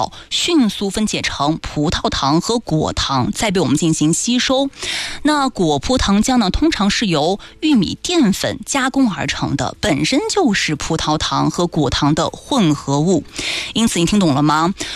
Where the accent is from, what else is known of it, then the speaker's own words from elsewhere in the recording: Jiangsu and Zhejiang, China; 我们江浙人都特别喜欢吃糖醋红烧口的哈